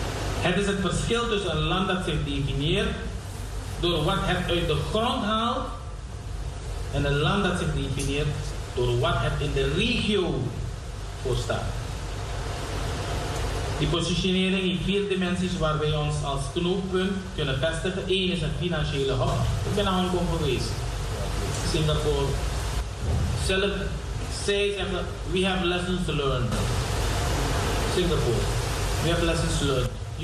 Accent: Delft, South Holland, Netherlands; En natuurlijk heb ik ook met de mensen hier in Delft, van waar ik kom.

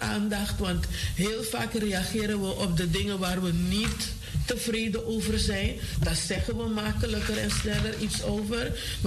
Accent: Curaçao; now in Amsterdam, Netherlands; Ik kom oorspronkelijk uit Curaçao en ik werk als opvoedadviseur bij het ouder- en kindteam Amsterdam, hier in de Bijlmer.

